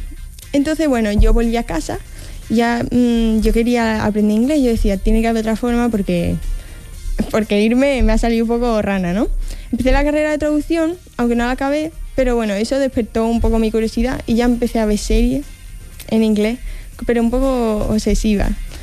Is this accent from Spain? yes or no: yes; Spain; Y fue mi primera vez en un avión, la primera vez que salí de España.